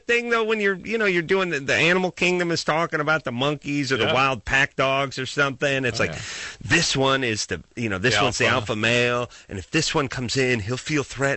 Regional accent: United States; As an American

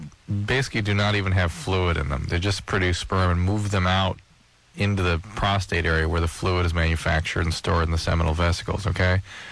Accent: West Hollywood, California, United States; I'm from West Hollywood.

